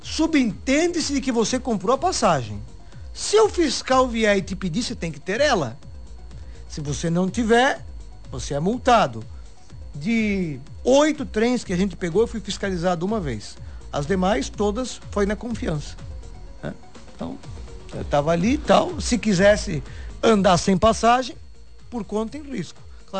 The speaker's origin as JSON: {"language": "Portuguese", "country": "Brazil", "said": "agora é hora de ser brasileiro."}